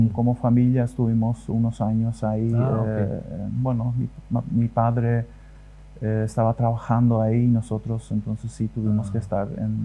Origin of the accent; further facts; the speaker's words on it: Filadelfia, Boquerón, Paraguay; born there; also born or lived in Yalve Sanga / Canada; Yo nací aquí en Filadelfia. He estado aquí ya desde la infancia, en tiempos de la juventud, y ahora siendo, bueno, adulto ya